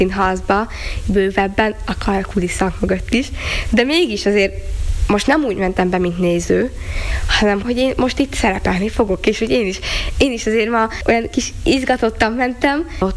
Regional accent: Gömör, Slovakia; accent: Gömör Palóc; moved away as an adult; szerintem ezt a gömöri jó palócot nem tudom, akárhogy akarom, nem tudom elrejteni, de nem is szeretném, mert én itt születtem, én erre büszke vagyok

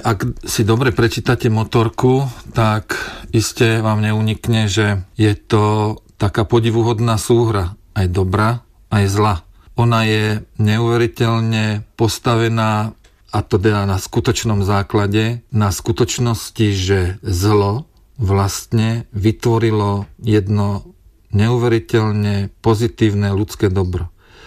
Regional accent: Voderady, Trnava Region, Slovakia; moved away; Ja nikde netajím, že pochádzam zo západoslovenskej obce Voderady, ktorá sa nachádza 11 km južne od Trnavy

